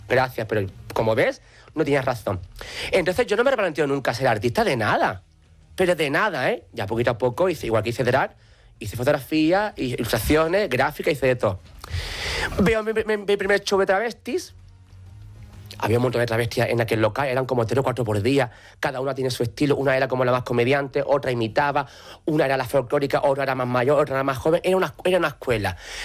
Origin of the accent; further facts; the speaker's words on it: Alcalá de los Gazules, Andalusia, Spain; he salido para una discoteca de la provincia de Cádiz, pero yo vivía entonces aún en mi pueblo, en Alcalá de los Azules.